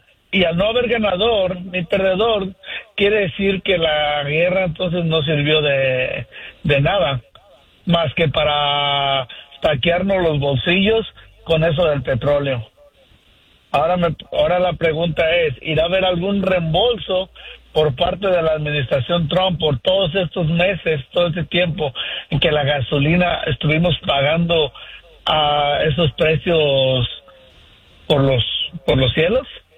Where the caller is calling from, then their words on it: Sacramento, California, United States; Buenos días, Andreina, aquí de Sacramento.